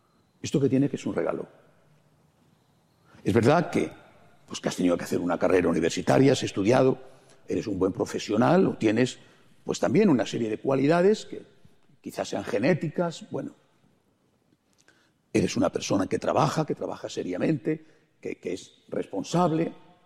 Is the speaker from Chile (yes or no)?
no; Spain; En mi país, en España, no tenemos niños.